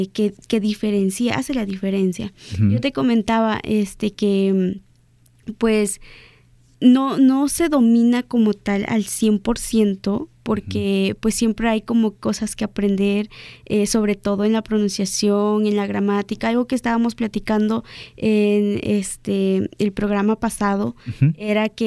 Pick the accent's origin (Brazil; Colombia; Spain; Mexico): Mexico; Playa Vicente, Veracruz; allá en Playa Vicente, pues también se habla la lengua zapoteca, yo soy de allá